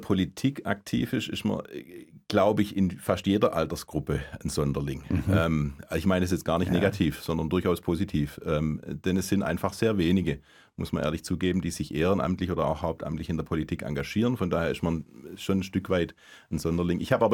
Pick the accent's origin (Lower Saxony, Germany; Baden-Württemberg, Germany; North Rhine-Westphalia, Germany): Baden-Württemberg, Germany; Albstadt; Ich war in meinem Heimatort ganz fest verwurzelt. Ich bin auch während dem Studium nicht weggezogen. Ich bin in Abstadt wohnen geblieben und nach Stuttgart und Esslingen gependelt.